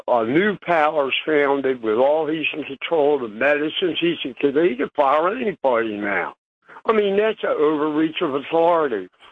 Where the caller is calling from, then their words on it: Maryland, United States; I am a first-time caller. I'm calling from Maryland.